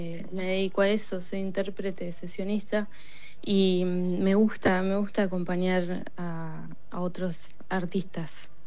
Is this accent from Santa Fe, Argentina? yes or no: yes; Santa Fe, Argentina; now in Buenos Aires, Argentina; Soy de Santa Fe, sí. Vivo en Buenos Aires, en Capital.